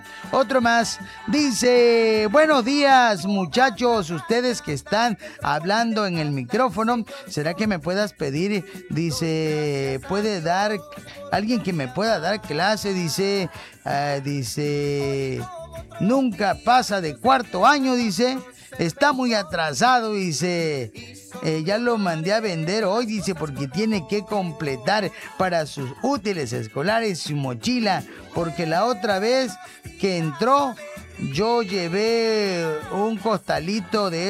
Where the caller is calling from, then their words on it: Cunduacán, Tabasco, Mexico; ella escucha todos los días y soy de Cunduacán. Gracias, saluditos, a toda la raza de Cunduacán.